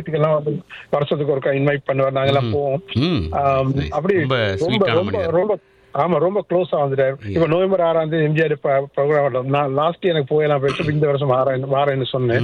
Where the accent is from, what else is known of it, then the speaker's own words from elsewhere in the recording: Sri Lanka; moved away; நான் வளர்ந்ததே நிறைய மழை பெய்யற ஒரு டவுன்ல தான் நான் வளர்ந்தேன் அங்க ஸ்ரீலங்கால.